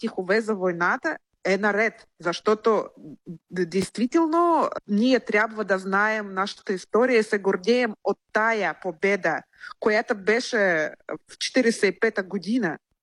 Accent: Tomsk, Tomsk Oblast, Russia; Bulgarian is a second language; moved away; в моя роден град Томск

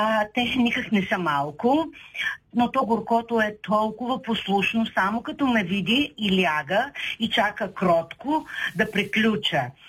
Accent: Shumen, Shumen Province, Bulgaria; от Шумен.

